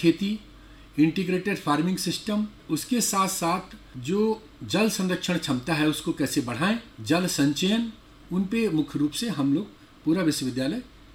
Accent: Bedipur, Uttar Pradesh, India; born there; मैं एक ग्रामीण पृष्ठभूमि से आता हूँ। हमारा जन्म कानपुर के एक गांव बेदीपुर में हुआ और हमारे पिताजी किसान थे

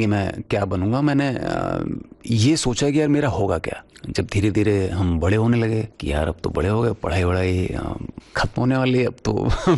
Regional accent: Delhi, India; मैं दिल्ली में पैदा हुआ, पला बड़ा वहीं पे।

